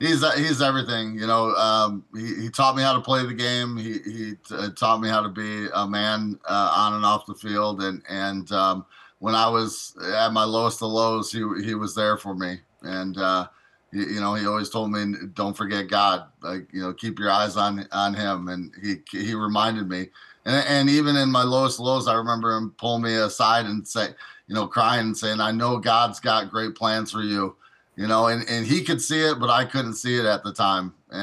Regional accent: Morris, Illinois, United States; also born or lived in Joliet; Yeah, both my parents and grandparents were from Joliet. I was born there, and I was raised in Morris, Illinois, and my parents and I are still here to this day.

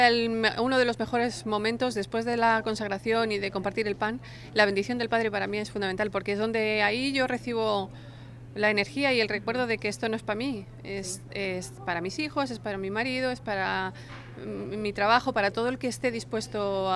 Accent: Spain; Cuando canto y cuando hablo, canto y hablo fuerte, como buena española.

